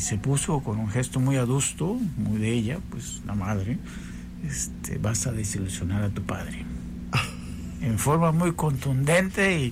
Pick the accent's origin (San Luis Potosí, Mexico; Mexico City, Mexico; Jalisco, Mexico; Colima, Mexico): Colima, Mexico; Yo soy del Parque